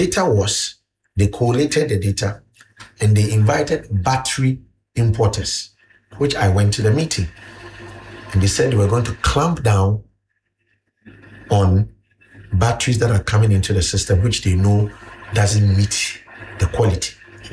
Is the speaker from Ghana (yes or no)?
yes; Ghana; as a Ghanaian citizen